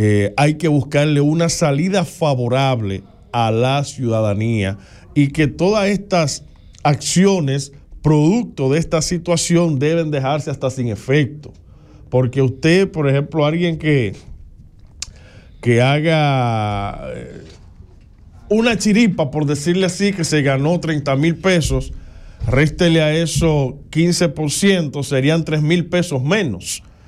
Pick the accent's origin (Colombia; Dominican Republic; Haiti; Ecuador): Dominican Republic; somos los dominicanos y las dominicanas